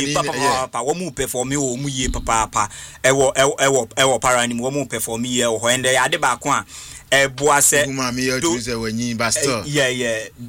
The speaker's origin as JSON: {"language": "English", "country": "South Africa", "said": "Nigeria still with 3 gold medals are one way to me as a South African"}